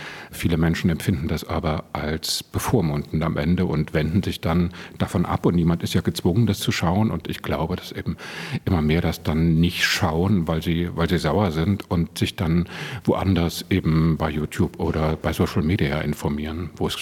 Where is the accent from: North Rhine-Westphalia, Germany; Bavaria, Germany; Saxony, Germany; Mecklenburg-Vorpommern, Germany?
Saxony, Germany; Leipzig; born there; moved away as an adult; also born or lived in Hamburg; ich bin 1971 in Leipzig geboren